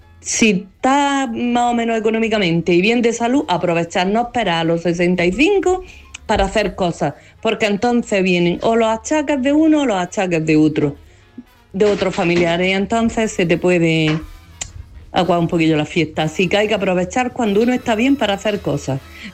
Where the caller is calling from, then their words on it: Granada, Andalusia, Spain; de Granada.